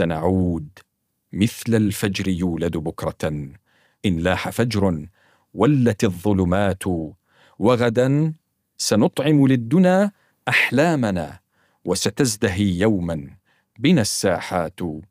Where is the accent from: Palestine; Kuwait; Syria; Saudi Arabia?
Syria; وهذا فضل نعجز كسوريين عن شكره وأداء فضله لله عز وجل.